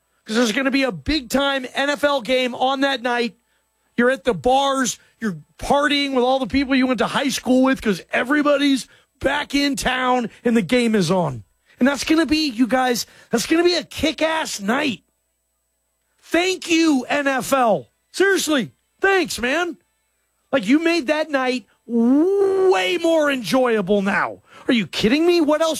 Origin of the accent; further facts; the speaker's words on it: Atlanta, Georgia, United States; born there; I was born in Atlanta, by the way, man.